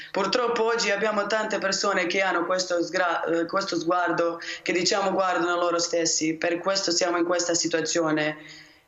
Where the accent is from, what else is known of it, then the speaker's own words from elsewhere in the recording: Medjugorje, Federation of Bosnia and Herzegovina, Bosnia & Herzegovina; Italian is a second language; Sì, sono croata che vivo in Međugorje da quando sono nata.